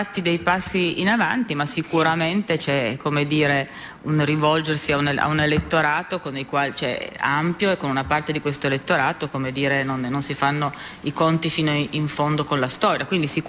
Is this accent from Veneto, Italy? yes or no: no; Turin, Piedmont, Italy; io sono di Torino, quindi stiamo parlando del Piemonte, che ha moltissimi comuni